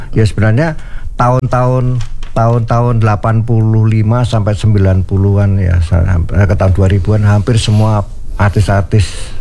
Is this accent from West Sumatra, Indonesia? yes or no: no; Surakarta, Central Java, Indonesia; now in Jakarta, Indonesia; Tapi hampir rata-rata saya menciptakan lagu itu setelah saya hijrah ya, habis dari kota Solo ke Jakarta.